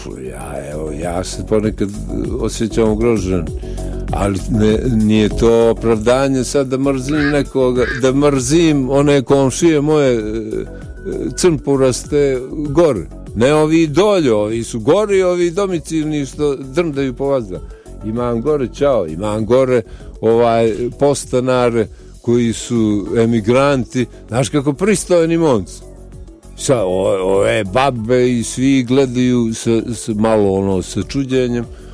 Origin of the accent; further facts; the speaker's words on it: Montenegro